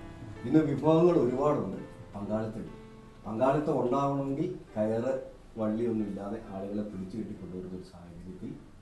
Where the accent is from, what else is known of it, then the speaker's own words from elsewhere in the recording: Rajakkad, Kerala, India; High range മേഖലയോട് വളരെ ശ്രദ്ധിക്കപ്പെടുന്ന ഒരു സ്ഥലമാണ് നമ്മുടെ രാജാക്കാട്.